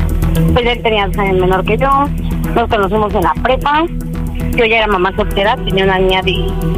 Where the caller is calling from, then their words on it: Ecatepec, State of Mexico, Mexico; Tengo 30 años, soy de aquí de Catepec.